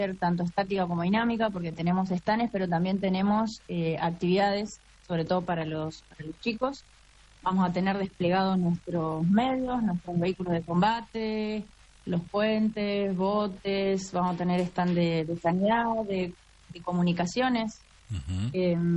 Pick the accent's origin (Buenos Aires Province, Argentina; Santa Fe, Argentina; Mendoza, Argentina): Buenos Aires Province, Argentina; also born or lived in Río Gallegos, Santa Cruz; now in Entre Ríos, Argentina; Nací en Santa Cruz, en Río Gallegos, pero me crié en provincia de Buenos Aires, un pueblo muy pequeñito, cerca de Bahía Blanca.